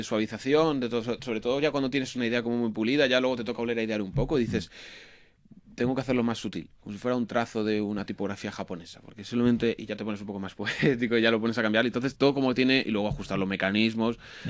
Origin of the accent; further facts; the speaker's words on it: Fuenlabrada, Community of Madrid, Spain; soy de aquí de Fuenla.